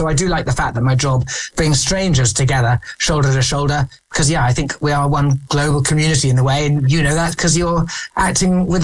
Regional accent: England, United Kingdom; And as English men in boarding school, I found I had the, you know, feelings, emotions, which just was very hard to convey in normal everyday life.

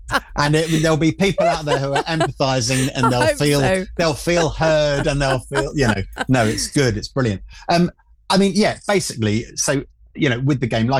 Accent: London, United Kingdom; my upbringing and my dad doing all the cooking and growing up in South London

